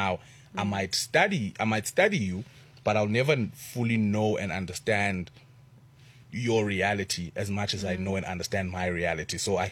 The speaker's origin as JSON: {"language": "English", "region": "Eastern Cape", "country": "South Africa", "tie": "born or raised there", "said": "I grew up in the Eastern Cape, where I come from a place where people just speak Xhosa"}